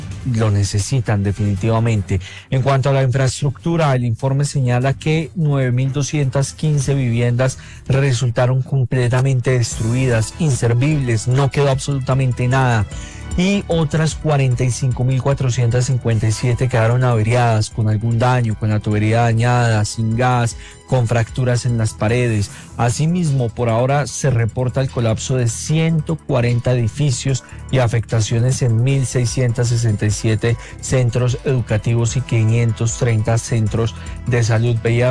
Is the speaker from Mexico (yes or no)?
no; Colombia